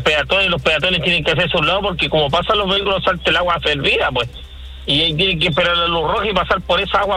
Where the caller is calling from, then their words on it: Viña del Mar, Valparaíso, Chile; Mire, yo le llamo de Viña del Mar.